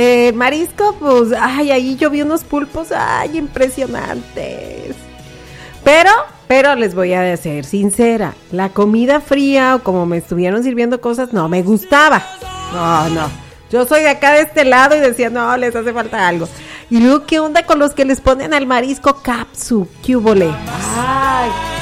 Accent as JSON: {"language": "Spanish", "country": "Mexico", "said": "Postergando, total, así somos los mexicanos."}